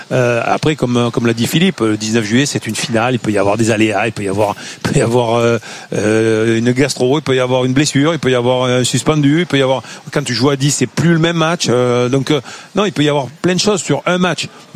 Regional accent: France

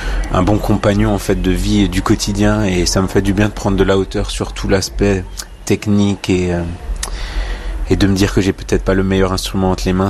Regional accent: Grand Est, France; born there; Ouais, on est Alsacien.

